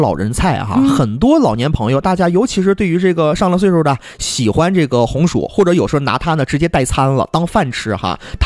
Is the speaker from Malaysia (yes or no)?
no; Northeast China, China; 他说有道菜特别适合咱们东北人